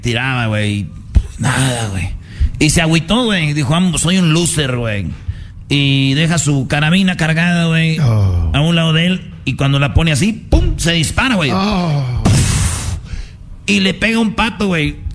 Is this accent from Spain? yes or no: no; Mexico; Oye, ¿cómo somos los mexicanos, Choco?